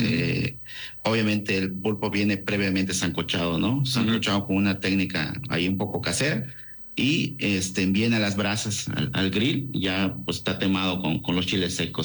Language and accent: Spanish; Isla Arena, Campeche, Mexico; moved away; Somos de Isla Arena, Campeche. Realmente somos campechanos, somos originarios de allá, crecimos en el mar y traemos el gusto por los mariscos y el mar.